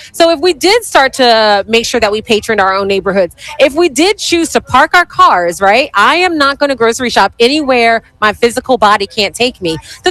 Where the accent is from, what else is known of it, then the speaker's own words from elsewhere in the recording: Philadelphia, Pennsylvania, United States; I'm born and raised in Philadelphia.